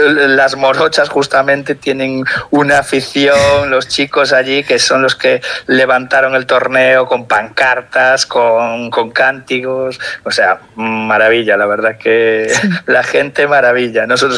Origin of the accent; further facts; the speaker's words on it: Vigo, Galicia, Spain; las chavalas y toda la gente de Vigo, ¿no? Que somos del Celta de hombres